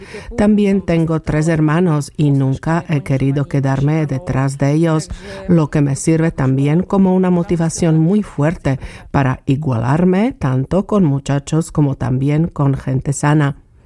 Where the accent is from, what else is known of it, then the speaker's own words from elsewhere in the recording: southern Slovakia, Slovakia; Otro factor es el hecho de que provengo del sur de Eslovaquia y aunque no se trata de una tierra plana, tampoco es montañosa y en mi familia tampoco se esquiaba.